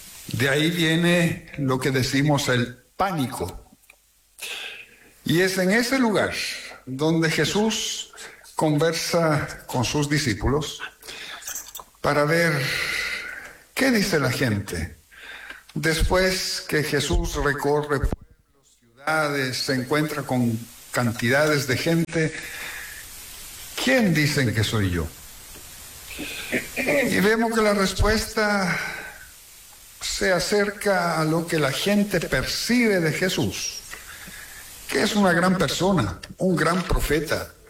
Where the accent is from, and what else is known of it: Patagonia, Argentina